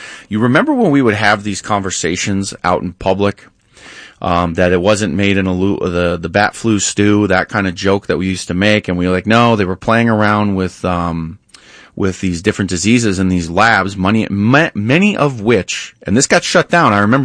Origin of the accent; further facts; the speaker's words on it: New York, United States; And it was great because, you see, I grew up in New York.